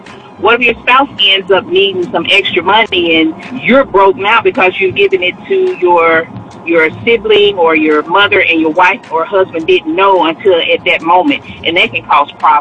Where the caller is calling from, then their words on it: Memphis, Tennessee, United States; I'm calling from Memphis.